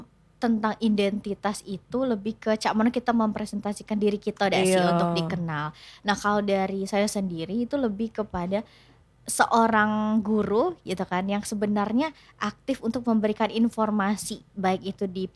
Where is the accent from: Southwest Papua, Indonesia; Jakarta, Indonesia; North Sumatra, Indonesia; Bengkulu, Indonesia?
Bengkulu, Indonesia; Curup; Dari Curup.